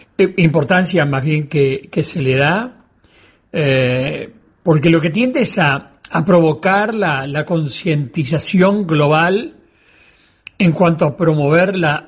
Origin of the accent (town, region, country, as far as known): Uruguay